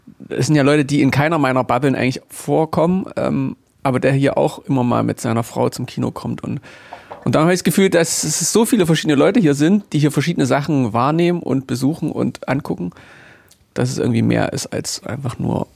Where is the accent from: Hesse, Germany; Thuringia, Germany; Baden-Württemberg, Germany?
Thuringia, Germany; Jena; now in Erfurt, Germany; seitdem fühle ich mich wirklich als Erfurter. So schwer mir das als Jenenser fällt, das sagen zu müssen oder zu wollen. Aber es ist genau so. Es ist mein Zuhause. Ich wohne ja jetzt auch hier.